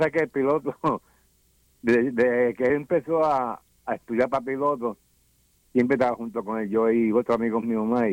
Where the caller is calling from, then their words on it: Vieques, Puerto Rico; yo soy de Vieques.